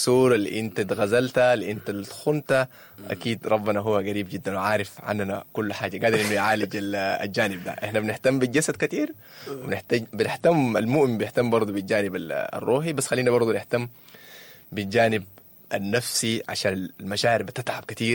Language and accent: Arabic; Sudan; انا سوداني